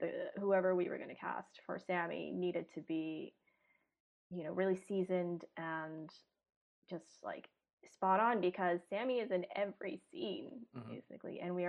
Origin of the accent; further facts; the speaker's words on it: Hong Kong; when I was growing up in Hong Kong